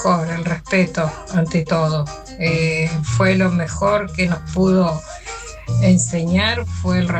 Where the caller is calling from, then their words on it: Merlo, Buenos Aires Province, Argentina; de Merlo.